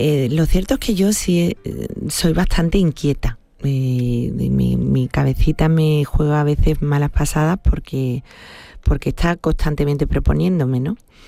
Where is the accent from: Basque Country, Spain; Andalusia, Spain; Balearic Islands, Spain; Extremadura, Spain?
Andalusia, Spain; Seville; yo, amante de mi tierra, de mi gente, de mi familia, muy andaluza, muy sevillana, ¿sabes?